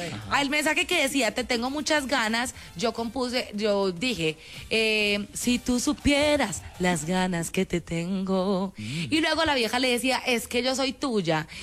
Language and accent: Spanish; Colombia; yo amo Colombia, yo soy colombiana.